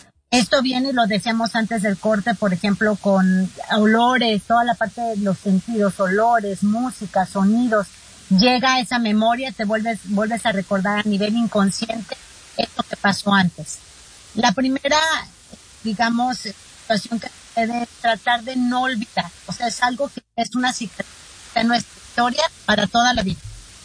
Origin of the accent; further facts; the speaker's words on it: Mexico; yo soy mexicana, tenemos el Día de los Muertos